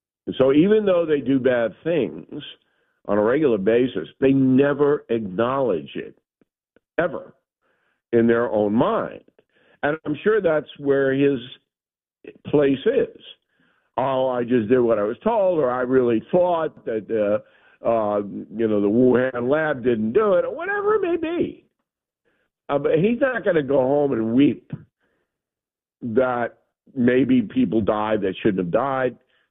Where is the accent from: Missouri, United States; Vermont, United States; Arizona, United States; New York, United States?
New York, United States; Levittown; my father was born in Brooklyn. I was raised in Levittown.